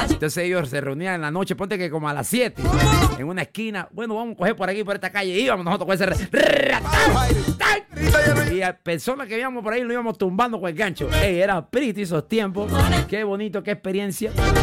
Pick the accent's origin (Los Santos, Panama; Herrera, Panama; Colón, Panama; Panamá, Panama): Herrera, Panama; Monagrillo; Yo cuando era niño allá en Monagrillo